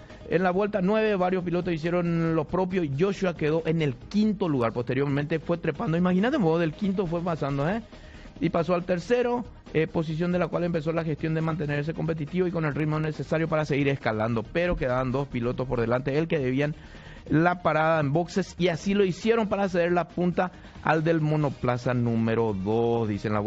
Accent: Paraguay; qué orgullo realmente como paraguayo

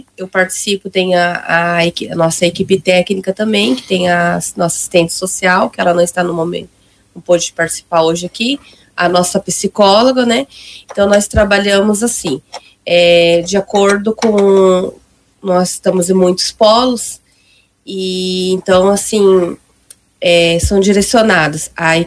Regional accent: Ponta Porã, Mato Grosso do Sul, Brazil; Eu sou daqui de Ponta Porã mesmo.

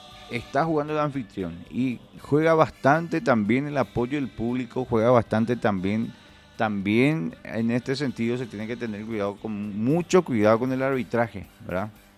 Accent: Paraguay; A todos los que somos paraguayos

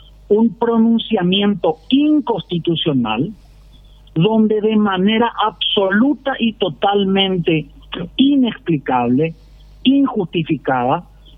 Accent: Paraguay; como ciudadano paraguayo, como un súbdito de este país

